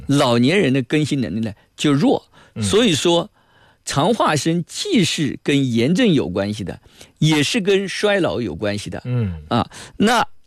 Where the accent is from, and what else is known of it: China